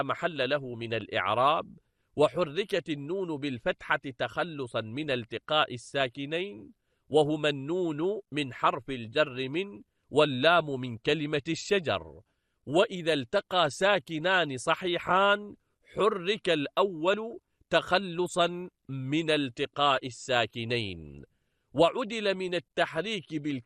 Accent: Oman; واللغتان مستعملتان عندنا في عمان.

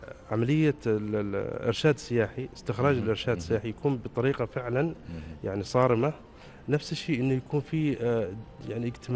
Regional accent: Dhofar, Oman; نحن كشعب عماني

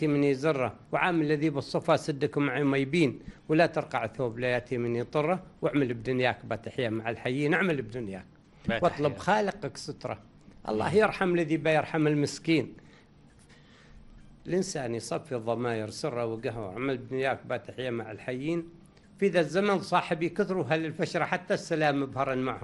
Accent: Dhofar, Oman; born there; moved away; رغم أني ربيت منذ يعني بداية شبابي في هذه المنطقة، يعني في أظفار من السبعينات

